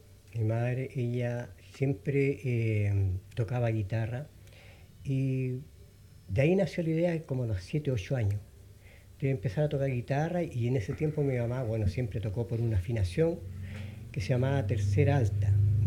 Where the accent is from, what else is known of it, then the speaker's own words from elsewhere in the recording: Longaví, Maule, Chile; also born or lived in Linares; Pero yo nací en el hospital de Linares, en el antiguo hospital de Linares, y siempre longaviano, me crié acá porque mi papá trabajaba en la hacienda Laisen